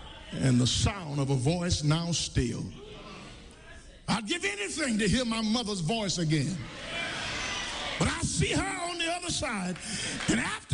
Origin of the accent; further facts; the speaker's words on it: Eunice, Louisiana, United States; a young man who is a member of this church now from my hometown in Eunice, where I'm from, he's a member here